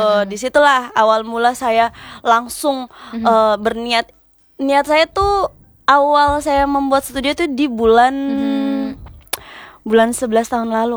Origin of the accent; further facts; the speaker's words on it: Makassar, South Sulawesi, Indonesia; karena kebetulan saya orang Makassar.